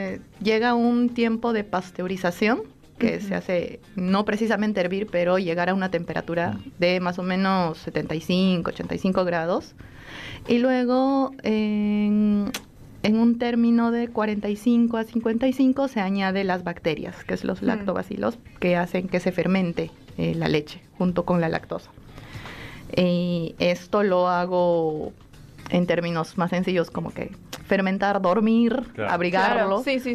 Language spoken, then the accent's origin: Spanish; Peru; moved away as an adult; Yo soy de Perú.